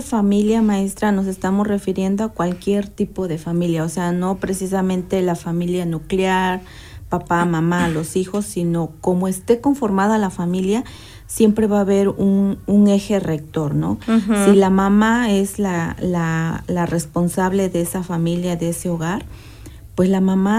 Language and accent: Spanish; Mexico; como mexicanos, como tradición, como costumbre